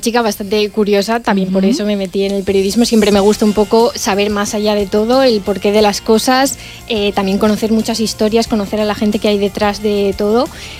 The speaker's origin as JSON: {"language": "Spanish", "town": "Valencia", "region": "Valencian Community", "country": "Spain", "moved": "as an adult", "lives_now": "Elche, Spain", "said": "lo estoy estudiando en Elche, aunque yo soy de aquí, de Valencia, pero sí que me fui allí porque quería un poco vivir la experiencia de lo que es vivir fuera"}